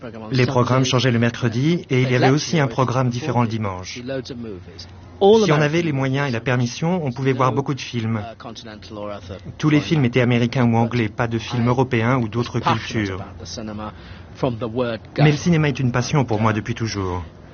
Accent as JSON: {"language": "French", "town": "Manchester", "region": "North West England", "country": "United Kingdom", "tie": "born or raised there", "second_language": "French", "said": "J'ai grandi à Manchester. Dans un quartier où il y avait beaucoup de petits cinémas alentour"}